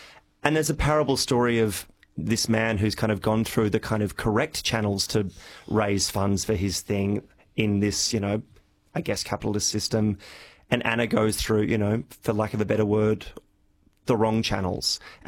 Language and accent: English; Perth, Western Australia, Australia; also born or lived in Sydney; now in Melbourne, Australia; No, I grew up in Perth and then spent a bit of time in Sydney and overseas before moving here about 5 years ago.